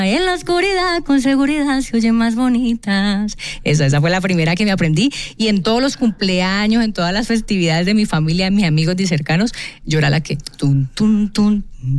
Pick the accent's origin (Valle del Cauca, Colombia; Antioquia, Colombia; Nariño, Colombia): Valle del Cauca, Colombia; Cali; born or raised there